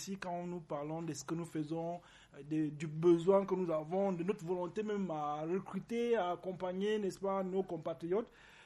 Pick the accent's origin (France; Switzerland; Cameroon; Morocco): Cameroon; Foumban, West; chez nous, dans le Noun à Fouman.